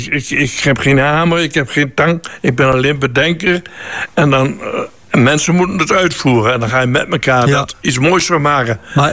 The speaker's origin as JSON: {"language": "Dutch", "town": "Slagharen", "region": "Overijssel", "country": "Netherlands", "moved": "yes", "said": "Ik kom origineel uit Slagharen."}